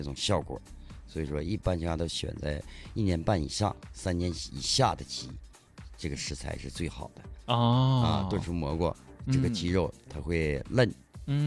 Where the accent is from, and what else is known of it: Northeast China, China; now in Changsha, China